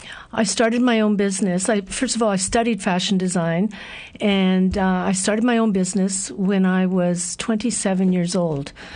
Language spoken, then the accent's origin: English; Vancouver, British Columbia, Canada; my experience growing up in Vancouver, seeing where it started and seeing where it's ended up, and noticing the difference.